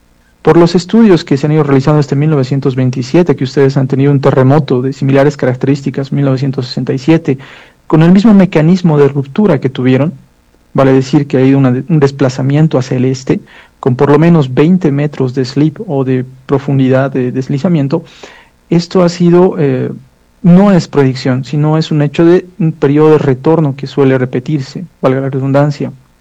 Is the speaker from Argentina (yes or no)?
no; Bolivia; en mi país, por lo menos en Bolivia, lo manejamos con mucho cuidado